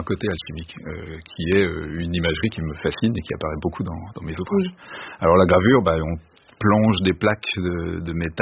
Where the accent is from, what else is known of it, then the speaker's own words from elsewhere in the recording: Grand Est, France; J'ai grandi en Lorraine, et la Lorraine, c'est vraiment une terre de guerre.